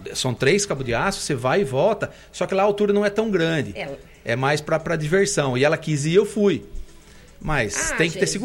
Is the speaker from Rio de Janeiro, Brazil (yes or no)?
no; Limeira, São Paulo, Brazil